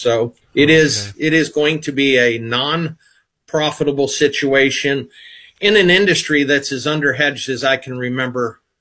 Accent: Iowa, United States; my hometown grocer here in Eastern Iowa.

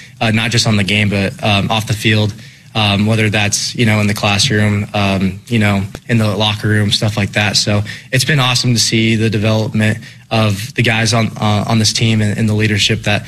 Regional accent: Colorado, United States; So I'm still from Colorado, but they're like, ah, you're from Arizona now. I'm like, no, I'm not.

